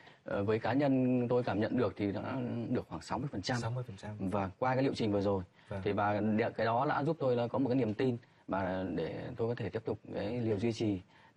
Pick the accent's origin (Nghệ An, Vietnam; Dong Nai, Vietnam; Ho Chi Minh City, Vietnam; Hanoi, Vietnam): Hanoi, Vietnam; tôi năm nay 57 tuổi. Tôi đến từ Hà Nội.